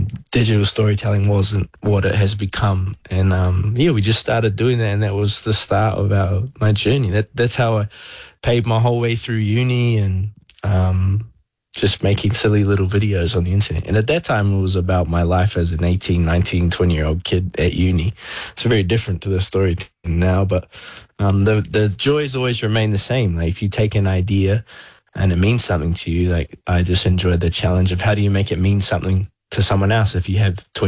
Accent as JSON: {"language": "English", "region": "Northland", "country": "New Zealand", "tie": "born or raised there", "moved": "as an adult", "said": "I'm from the middle of nowhere. I'm from Te Tai Tokiro. I grew up on the coast in the middle of nowhere, you know, and there's no jobs there."}